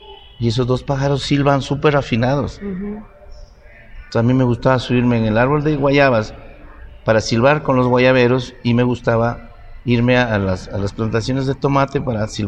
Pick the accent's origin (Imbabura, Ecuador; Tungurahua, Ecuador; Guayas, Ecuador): Imbabura, Ecuador; Pimampiro; Porque como nosotros, somos de Pimampiro, en ese tiempo una parroquia, pero nosotros teníamos actividades en el campo, ¿no?